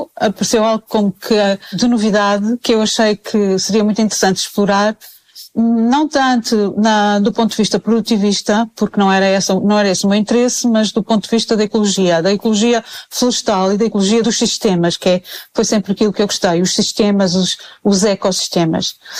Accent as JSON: {"language": "Portuguese", "region": "Lisbon", "country": "Portugal", "said": "Não, sou lisboeta."}